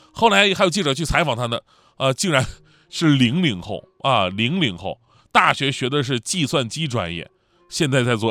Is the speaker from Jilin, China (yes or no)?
yes; Changchun, Jilin, China; moved away; 我们老家长春